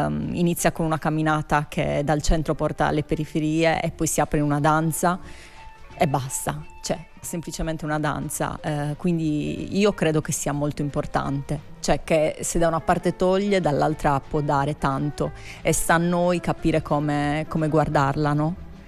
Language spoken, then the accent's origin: Italian; Iglesias, Sardinia, Italy; now in Cagliari, Italy; io sono cresciuta ad Iglesias, quindi sicuramente il tema della marginalità mi è molto caro.